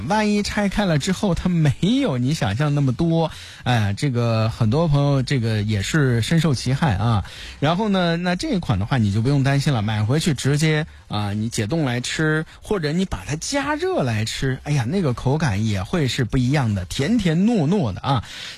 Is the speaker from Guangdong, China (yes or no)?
no; Qingdao, Shandong, China; 咱们青岛人